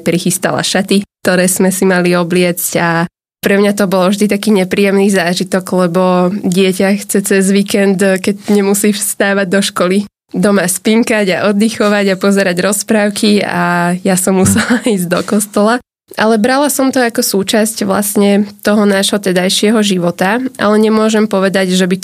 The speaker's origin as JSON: {"language": "Slovak", "town": "Dubník", "region": "Nitra Region", "country": "Slovakia", "tie": "born or raised there"}